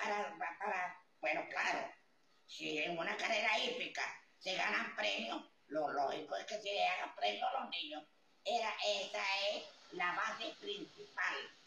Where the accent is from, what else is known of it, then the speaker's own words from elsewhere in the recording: Píritu, Anzoátegui, Venezuela; moved away as an adult; now in Buenos Aires, Puerto Píritu, Venezuela; en mi infancia, que yo vivía en Píritu